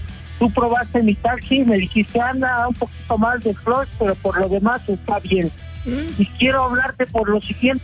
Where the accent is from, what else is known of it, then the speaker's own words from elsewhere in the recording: Cuautitlán Izcalli, State of Mexico, Mexico; decirle que yo también soy de Cuautitlán, Izcalli.